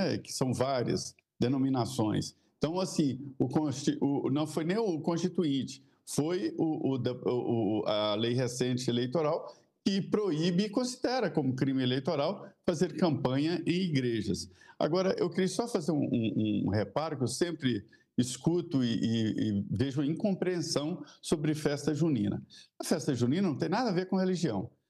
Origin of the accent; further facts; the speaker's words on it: Minas Gerais, Brazil; Eu sou mineiro, mas sou do Nordeste de Minas.